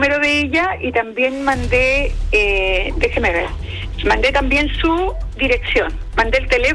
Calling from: Maipú, Santiago Metropolitan Region, Chile; le estoy llamando desde Santiago, yo vivo acá, ¿ya?, en Maipú, la región metropolitana.

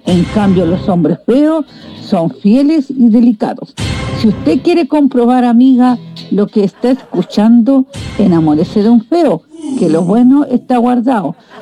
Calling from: Tomé, Biobío, Chile

